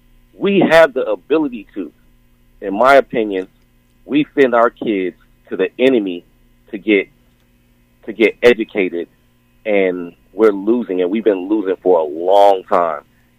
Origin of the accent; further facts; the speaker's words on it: United States; how I grew up in America